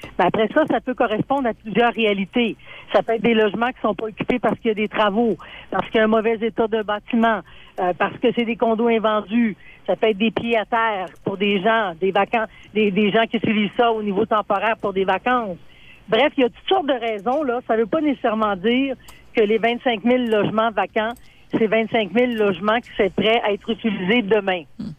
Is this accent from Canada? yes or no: yes; Chicoutimi, Quebec, Canada; je suis originaire de Scoutimi.